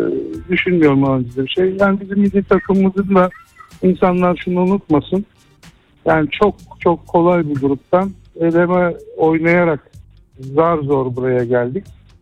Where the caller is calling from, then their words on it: Istanbul, Turkey; İstanbul'dan.